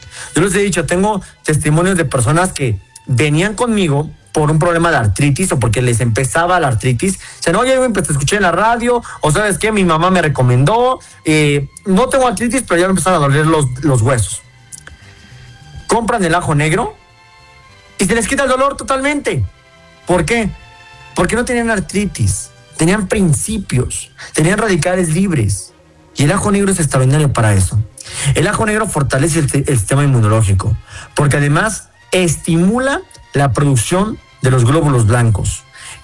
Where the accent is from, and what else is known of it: Toluca, State of Mexico, Mexico